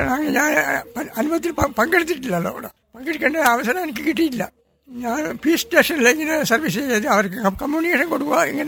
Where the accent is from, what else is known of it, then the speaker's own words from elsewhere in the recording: Chittariparamba, Kerala, India; also born or lived in Panoor; എൻ്റെ സ്വദേശം ചിറ്റാരിപ്പറമ്പ് ചെള്ളത്തവാലി.